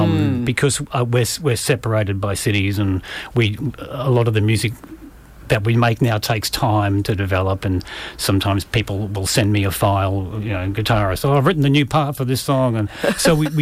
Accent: Brisbane, Queensland, Australia; moved away; Greg and I grew up in Brisbane, in Oxley.

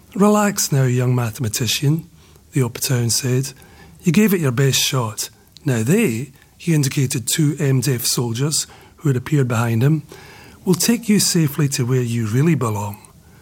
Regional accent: Scotland, United Kingdom; I mean, being a Scot, I have a natural affinity for the French French nation.

